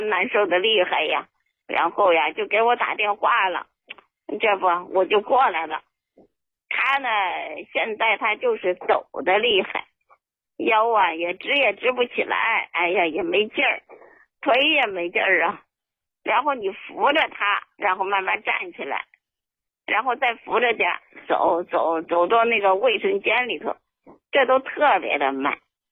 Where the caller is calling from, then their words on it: Anshan, Liaoning, China; 我是鞍山的。